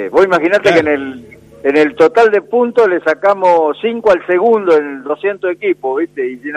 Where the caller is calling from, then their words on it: Rafaela, Santa Fe, Argentina; estoy en Rafaela.